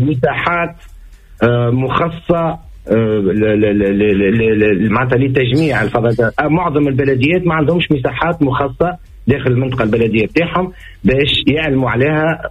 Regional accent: Tunisia; وانا مواطن تونسي

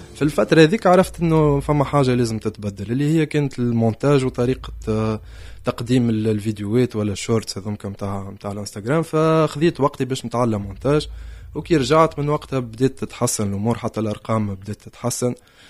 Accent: Tunisia; عندنا في تونس

